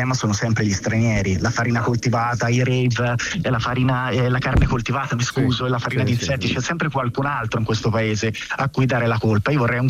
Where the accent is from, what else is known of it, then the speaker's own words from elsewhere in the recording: Prato, Tuscany, Italy; now in Rome, Italy; io sono originario di Prato, che è, come sapete, uno dei casi nazionali in cui ci sono più stranieri assieme a Milano